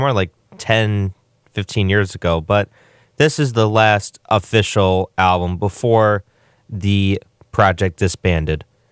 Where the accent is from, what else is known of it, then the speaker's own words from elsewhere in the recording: Joliet, Illinois, United States; born there; I mean, I was born here in Joliet at St. Joe's Hospital.